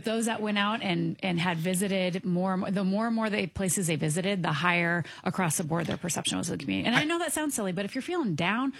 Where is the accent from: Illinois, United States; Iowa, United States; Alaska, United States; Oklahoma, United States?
Illinois, United States; Quincy; So I grew up in Quincy, and we had the Quincy Gems, and it was super, super fun.